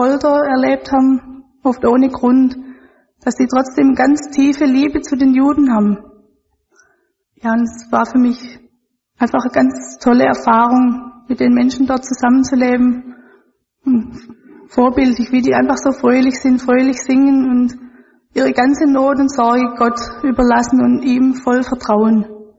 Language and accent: German; Germany; fällt es mir wieder ganz deutlich auf, wie gut es uns Deutschen wirklich geht.